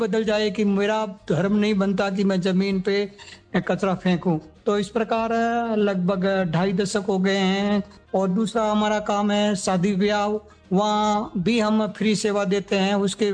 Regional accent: Ekalghori, Rajasthan, India; मैं ओशिया तहसील के गांव एकलघोरी का रहने वाला हूं

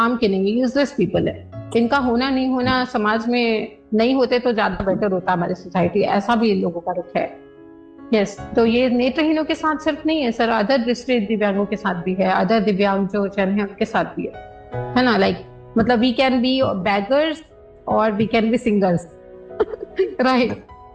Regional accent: Jharsuguda, Odisha, India

